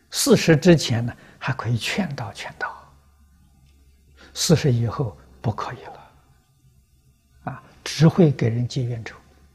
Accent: China; 我们中国人讲史实

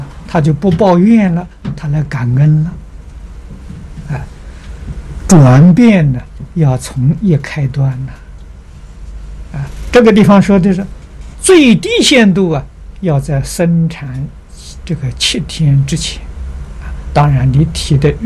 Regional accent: China; 我们中国人讲的贫富贵贱

